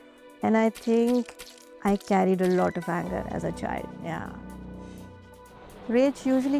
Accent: Karachi, Sindh, Pakistan; I'm from Karachi, Pakistan, and I'm a marketer.

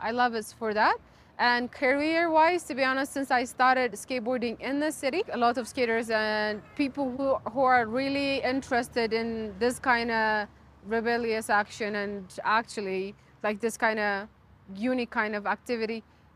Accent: Addis Ababa, Ethiopia; I am also a skater, born and raised in Addis.

